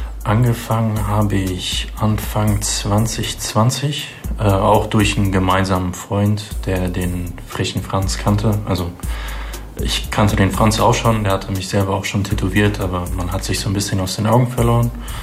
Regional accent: Lebanon; now in Oberursel, Germany; Also ich komme selber aus dem Libanon.

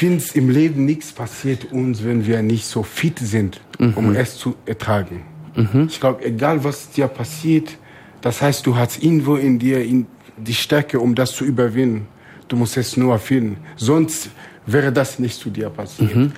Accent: Shashamane, Oromia, Ethiopia; born there; German is a second language; moved away; Ich bin in Äthiopien geboren, aha. in Shashamane.

